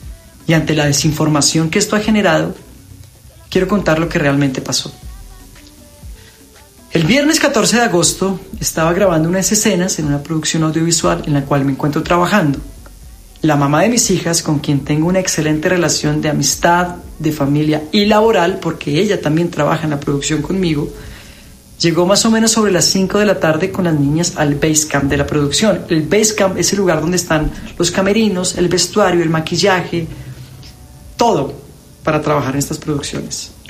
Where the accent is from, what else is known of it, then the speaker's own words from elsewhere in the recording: Colombia; soy actor colombiano.